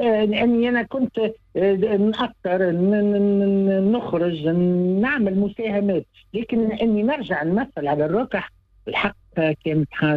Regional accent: Tunisia; أنا سعيد بإني تونسي وفرحان بإني تونسي، وبإنه هويتي تونسية، وإنه بلادي تونس

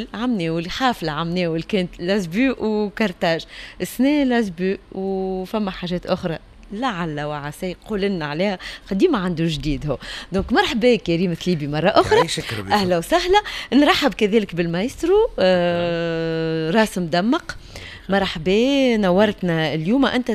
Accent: Tunisia; عندنا في تونس

